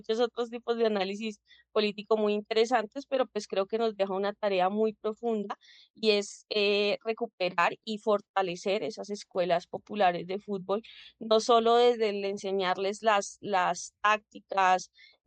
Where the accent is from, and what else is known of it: Colombia